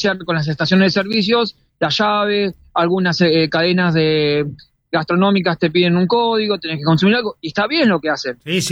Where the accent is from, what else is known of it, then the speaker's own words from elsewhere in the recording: Mar del Plata, Buenos Aires Province, Argentina; me venía a trabajar acá a Mar del Plata. Dije, listo, ya está. La vida me está hablando. Mi pueblo natal, mi ciudad natal me está diciendo, tráelo.